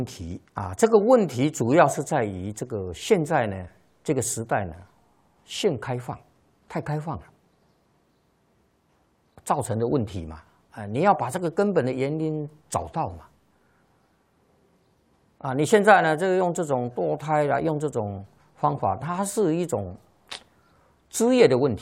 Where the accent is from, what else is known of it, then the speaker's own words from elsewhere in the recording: China; 我们中国人